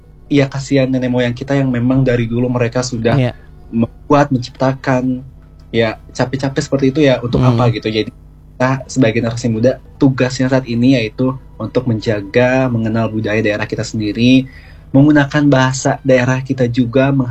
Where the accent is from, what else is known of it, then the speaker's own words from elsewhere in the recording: West Java, Indonesia; Takutnya kita udah lupa, kita Sunda nama panggitan hare-hare gitu ya.